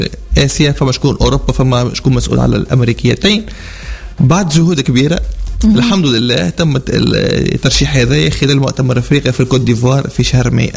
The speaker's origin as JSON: {"language": "Arabic", "country": "Tunisia", "said": "احنا من تونس"}